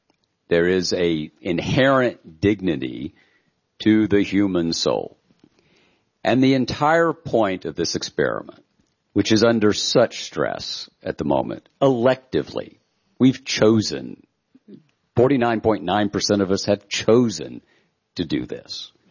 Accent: the South, United States; Again, I'm a Southerner

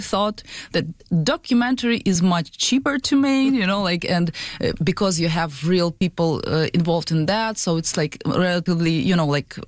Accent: Ukraine; now in Canada; A little bit based on my own story as well, because I came from Ukraine as well, but I'm not an actress. And of course, as a newcomer, I faced all the challenges that usually face every single newcomer.

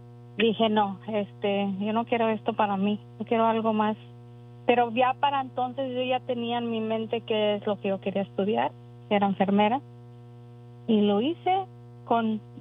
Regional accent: Texas, United States; also born or lived in Mexico; now in Washington, United States; Soy inmigrante de 5 años. Me vine de México a Texas. Ahí crecí.

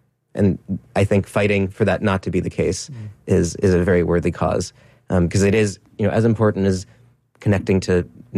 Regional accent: San Francisco, California, United States; So I grew up in San Francisco, which has a lot of light pollution.

